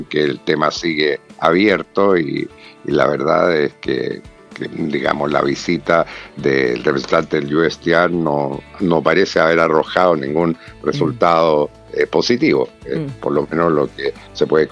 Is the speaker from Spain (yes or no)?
no; Chile